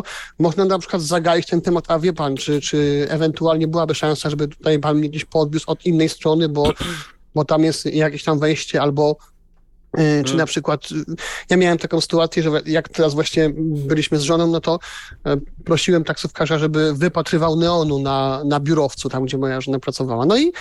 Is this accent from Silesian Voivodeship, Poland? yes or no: yes; Silesian Voivodeship, Poland; ja przeważnie jeżdżę u nas na Śląsku